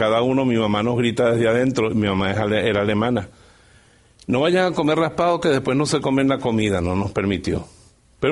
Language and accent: Spanish; Bejuma, Carabobo, Venezuela; Yo crecí en Bejuma, en un pueblo de Venezuela